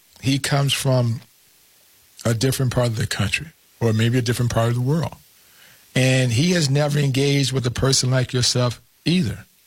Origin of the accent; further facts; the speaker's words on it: Flint, Michigan, United States; as a kid growing up in Flint, Michigan, you know, you grew up in a neighborhood which is predominantly black.